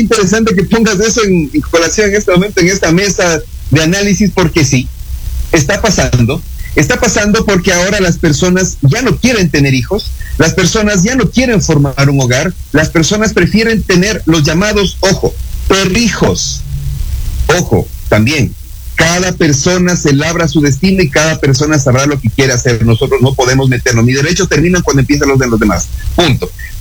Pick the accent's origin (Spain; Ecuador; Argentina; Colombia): Ecuador